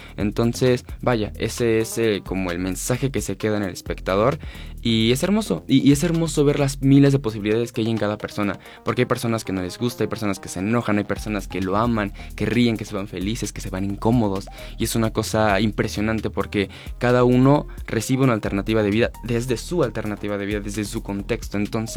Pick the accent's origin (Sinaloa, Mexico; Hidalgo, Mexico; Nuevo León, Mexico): Hidalgo, Mexico; Cuautepec de Hinojosa